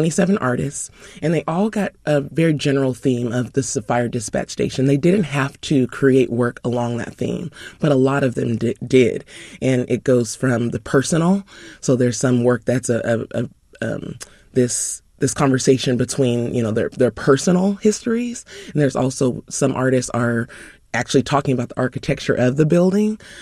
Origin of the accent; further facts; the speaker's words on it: Sacramento, California, United States; growing up in Sacramento